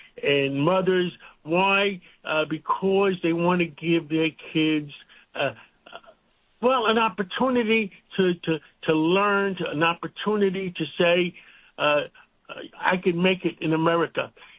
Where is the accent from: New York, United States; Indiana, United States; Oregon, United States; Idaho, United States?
New York, United States; New York City; Yes, I grew up in West Harlem.